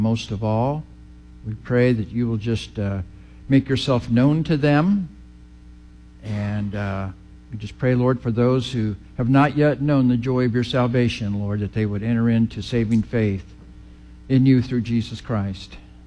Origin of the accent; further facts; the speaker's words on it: Missouri, United States; I grew up in Missouri